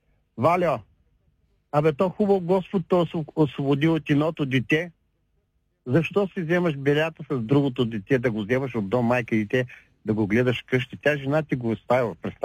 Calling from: Ruse Province, Bulgaria; аз съм от Русенско

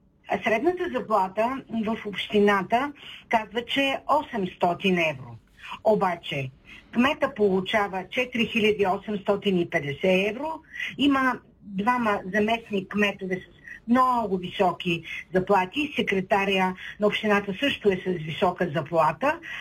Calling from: Shumen, Shumen Province, Bulgaria; съм от Шумен.

